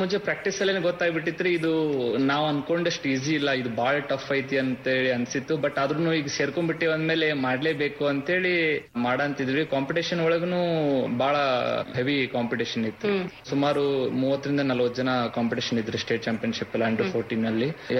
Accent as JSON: {"language": "Kannada", "town": "Shiggaon", "region": "Karnataka", "country": "India", "tie": "born or raised there", "said": "Shiggaon, Haveri district Shiggaon ನಂದು."}